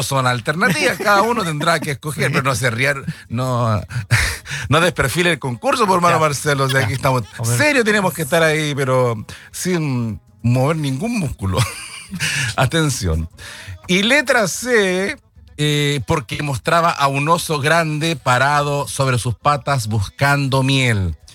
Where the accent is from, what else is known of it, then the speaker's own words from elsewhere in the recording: Chile; para nosotros como cristianos chilenos